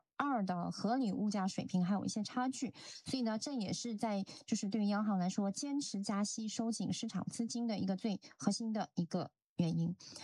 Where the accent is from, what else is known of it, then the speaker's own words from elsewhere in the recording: New Zealand; 我们新西兰人